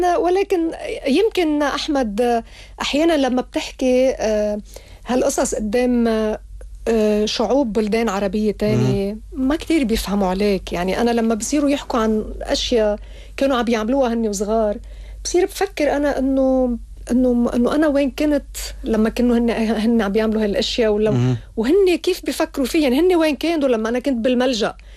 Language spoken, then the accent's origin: Arabic; Lebanon; moved away